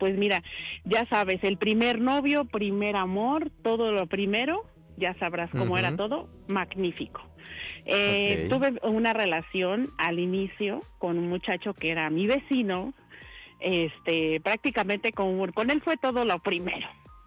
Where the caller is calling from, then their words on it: State of Mexico, Mexico; De aquí del Estado de México.